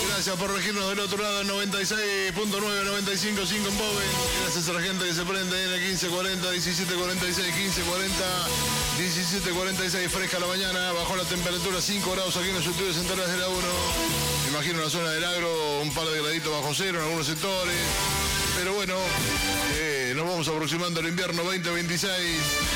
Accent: Argentina

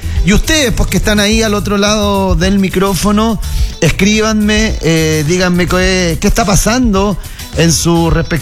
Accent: Chile; Pero somos chilenos, y como somos chilenos, hay que mantener nuestras tradiciones.

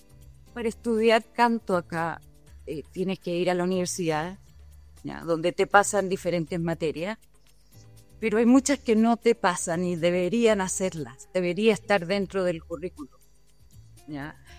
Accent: Chile; moved away; also born or lived in Vienna; Y yo sabía que en algún momento yo iba a volver a Chile, no sabía cuándo, pero las cosas se fueron dando de a poco. Mi madre murió el 2024, eso me hizo venir a Chile, estar mucho con mi familia.

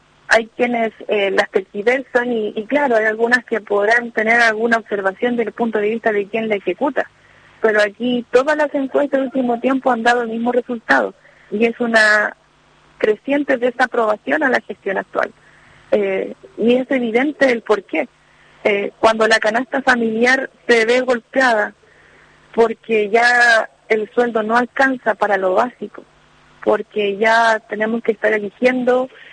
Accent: Chile; now in Linares, Chile

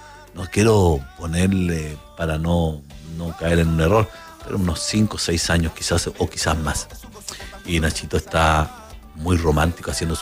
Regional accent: Chile; moved away; una palabra que es muy propia tan chilena

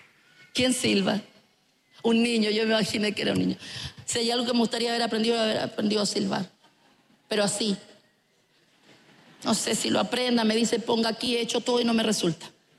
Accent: Chile; Es como cuando nosotros, como chilenos, lo expresamos: oye, no salí de una cuando entré en otra.

